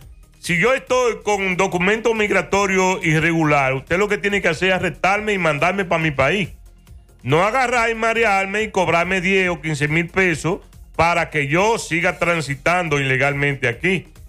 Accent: Dominican Republic

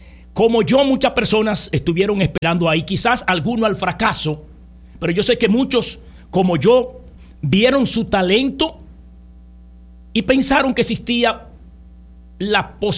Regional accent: Dominican Republic; yo como otros dominicanos y como posiblemente otros comunicadores

